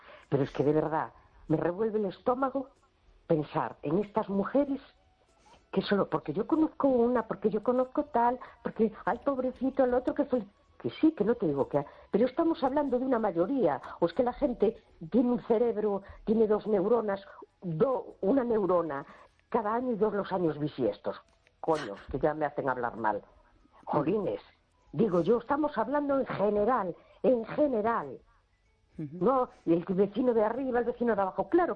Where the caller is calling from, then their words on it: A Coruña, Galicia, Spain; de La Coruña.